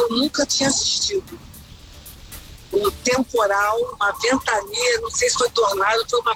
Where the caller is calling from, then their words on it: Maricá, Rio de Janeiro, Brazil; saí de Itaipuaçu, Maricá, 10:30